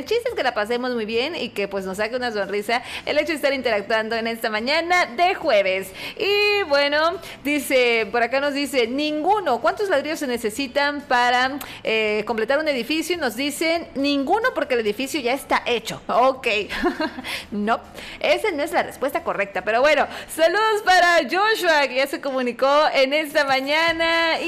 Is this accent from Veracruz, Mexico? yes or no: yes; Coatzacoalcos, Veracruz, Mexico; Bueno, es que allá en Minatitlán pues hay otras escuelas y demás que no ubico, obviamente, porque pues soy de Cuatza.